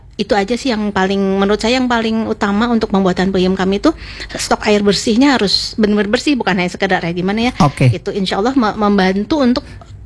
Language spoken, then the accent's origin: Indonesian; Cililin, West Java, Indonesia; Kebetulan kampung saya di Cililin